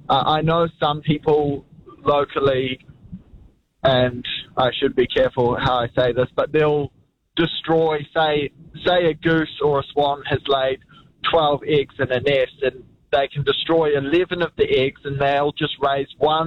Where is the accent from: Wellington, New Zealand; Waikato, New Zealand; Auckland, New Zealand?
Auckland, New Zealand; I'm from Auckland, and I've been to Auckland's east coast beaches